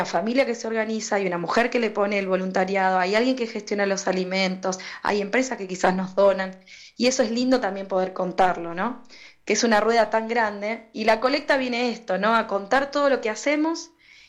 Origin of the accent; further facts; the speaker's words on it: San Nicolás de los Arroyos, Buenos Aires Province, Argentina; now in Buenos Aires, Argentina; Vengo de la ciudad de San Nicolás, no soy de acá, digamos, vivo hace mucho tiempo en Capital Federal, pero anduve mucho por la región litoral